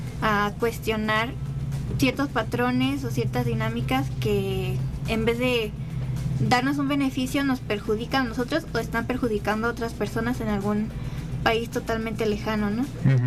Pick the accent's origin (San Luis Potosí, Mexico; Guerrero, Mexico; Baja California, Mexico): San Luis Potosí, Mexico; Aquismón; moved away as an adult; now in San Luis Potosí, Mexico; las fiestas locales de mi pueblo, porque yo vengo de la Huasteca, de hecho.